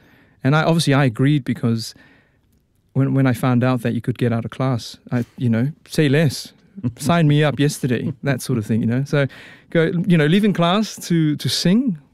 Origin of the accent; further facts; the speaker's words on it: Auckland, New Zealand; also born or lived in Australia; I grew up in Auckland. I grew up in East Auckland in Howick Highland Park.